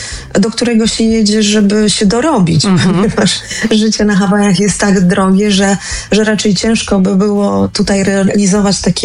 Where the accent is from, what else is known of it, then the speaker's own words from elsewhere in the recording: Warsaw, Masovian Voivodeship, Poland; moved away as an adult; now in Hawaii, United States; Ja pochodzę z Warszawy.